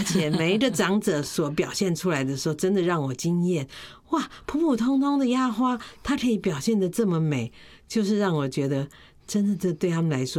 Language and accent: Chinese; Taichung, Taiwan; born or raised there